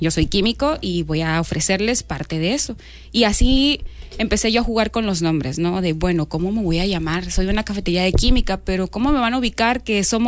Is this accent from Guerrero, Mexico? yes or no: no; Mapastepec, Chiapas, Mexico; yo desde pequeña siempre he sido muy fan de las cafeterías aquí en Mapastepec